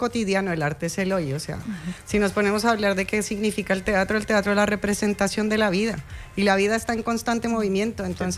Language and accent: Spanish; Colombia; moved away as an adult; now in Chile; yo soy colombiana. Yo llevo en este maravilloso país más o menos 13 años.